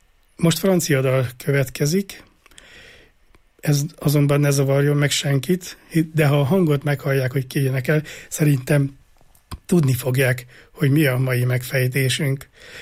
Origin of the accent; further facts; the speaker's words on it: Hungary; aki miután megtudta, hogy magyar vagyok